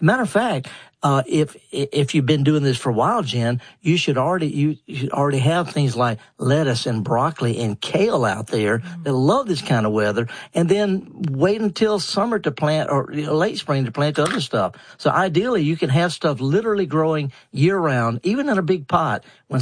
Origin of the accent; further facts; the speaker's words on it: Mississippi, United States; I'm from Mississippi, I garden half the year in England